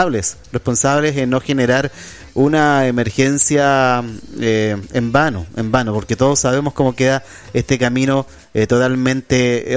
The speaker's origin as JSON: {"language": "Spanish", "country": "Chile"}